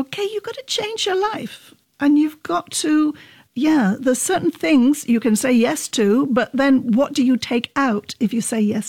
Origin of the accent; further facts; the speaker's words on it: England, United Kingdom; born there; So basically pure Scots, but I was born in England.